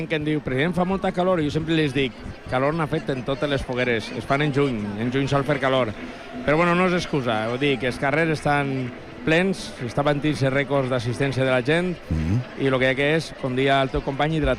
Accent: Finestrat, Valencian Community, Spain; also born or lived in Alicante; Ja sabeu que sóc de Finestrat, però el que no sap la gent és que jo sóc nascut a Alacant, que com han els meus pares vivien a Virgen del Remedio, així en Alacant

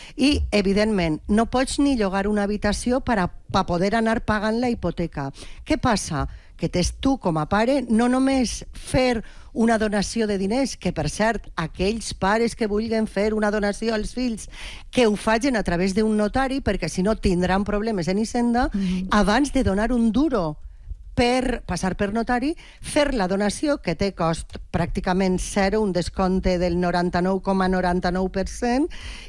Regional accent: Borriana, Valencian Community, Spain; Jo vaig a parlar del meu poble, en Borriana.

